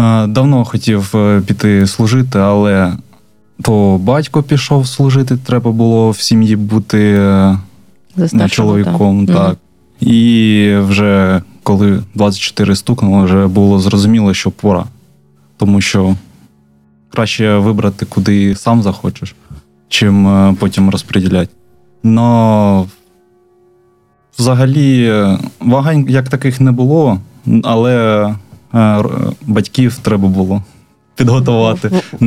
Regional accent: Kharkiv, Kharkiv Oblast, Ukraine; Тому прийшлось все одно їхати додому, бо вдома краще, звичний Харків

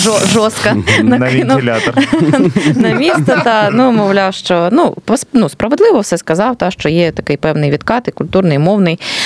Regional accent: Donbas, Ukraine; Я з Донбасу

